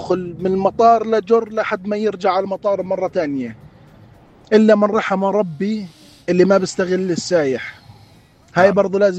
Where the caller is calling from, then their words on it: Jordan; عندنا في الاردن